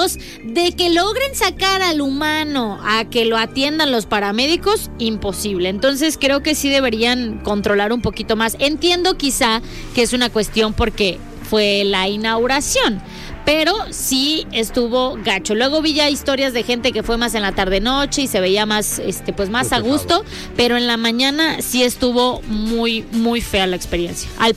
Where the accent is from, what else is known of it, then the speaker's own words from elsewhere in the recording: Yucatán, Mexico; Soy yucateca, güey.